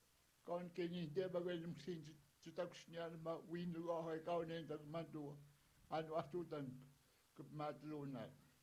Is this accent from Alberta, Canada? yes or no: no; Garden Hill, Manitoba, Canada; I'm from Garden Hill and I'm a counselor and an elder.